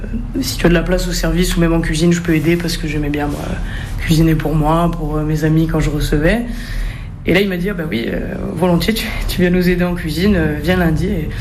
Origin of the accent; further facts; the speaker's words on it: Bastia, Corsica, France; also born or lived in Aix-en-Provence / Paris; Moi, j'ai grandi à Bastia, à 17 ans je suis parti faire mes études à Aix